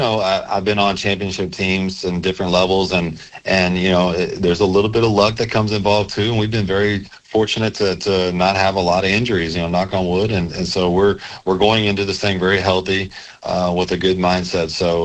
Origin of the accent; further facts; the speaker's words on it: St. Louis, Missouri, United States; it's my hometown, obviously, and I'm partial